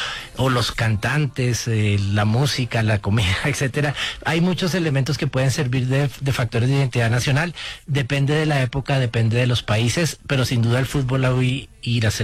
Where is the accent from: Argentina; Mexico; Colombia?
Colombia; En un caso como el colombiano